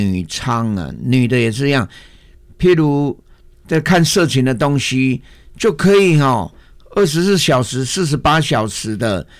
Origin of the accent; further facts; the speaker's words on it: Daxi, Taoyuan, Taiwan; 在大溪哈桥隘，我的家2楼半